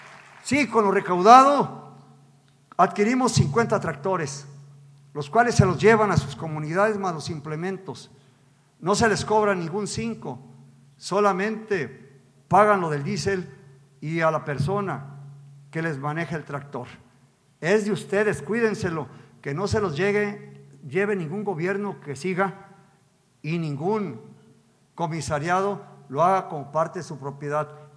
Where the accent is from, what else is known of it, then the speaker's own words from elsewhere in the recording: Tepic, Nayarit, Mexico; un río que representa muchas cosas para los que somos de Tepic